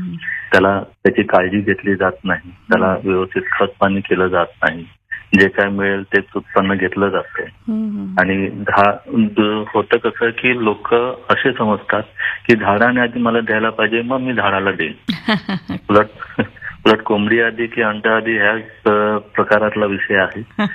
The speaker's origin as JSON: {"language": "Marathi", "town": "Mumbai", "region": "Maharashtra", "country": "India", "moved": "as an adult", "said": "मुळात मी मुंबईचाच आहे. 2011 मुंबई सोडून गावाकडे आलेलो आहे."}